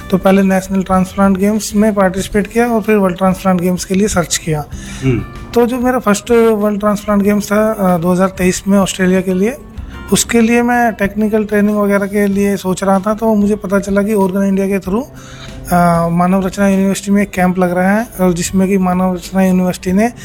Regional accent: Baghpat, Uttar Pradesh, India; और मैं बागपत उत्तर प्रदेश का रहने वाला हूँ

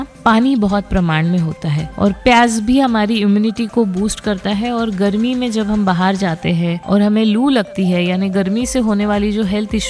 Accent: Gujarat, India; हमारे गुजरात में, जैसे मैं गुजराती हूँ, हमारे कल्चर में तो प्याज और कैरी, कच्ची कैरी का कचुंबर खाया जाता है

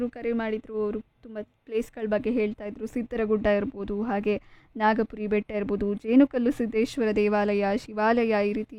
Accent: Kalasa, Karnataka, India; ನಮ್ಮ ಕಳಸ, ನಮ್ಮೂರು ಸಂಪೂರ್ಣವಾಗಿ ಗೊತ್ತಿದೆ ಅಲ್ವಾ, ಕಳಸ ಅಂದ ತಕ್ಷಣ ಫುಲ್ ಕಾಡಿನ ಮಧ್ಯೆ ಅರಣ್ಯ ಪ್ರದೇಶವಾಗಿದೆ.

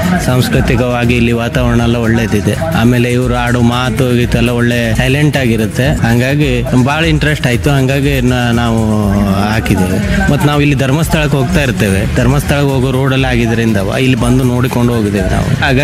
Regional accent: Yellapur, Karnataka, India; ನಾವು ಯಲ್ಲಾಪುರದವರು. ಇಲ್ಲಿಂದ ಸುಮಾರು 360 ಕಿಲೋಮೀಟರ್ ಹಿಂದೆ ಆಗ್ತದೆ.

